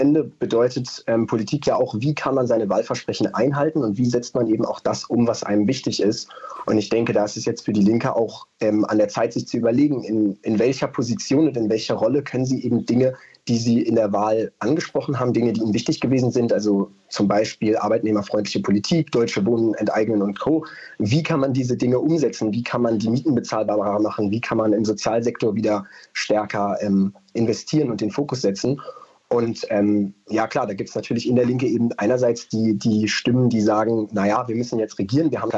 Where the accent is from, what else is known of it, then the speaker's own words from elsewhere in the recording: Berlin, Germany; born there; mir persönlich als gebürtigem Berliner schmerzt es natürlich, wenn wir zum zweiten Mal in Folge einen CDU-Bürgermeister haben.